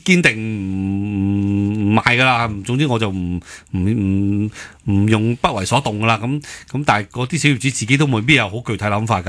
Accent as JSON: {"language": "Cantonese", "country": "China", "said": "我哋中国人讲道家思想咧，就要有呢"}